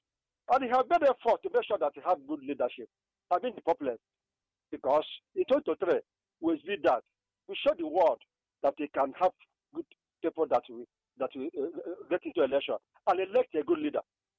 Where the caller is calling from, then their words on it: Anambra, Nigeria; I'm across for Boka in Anambra State.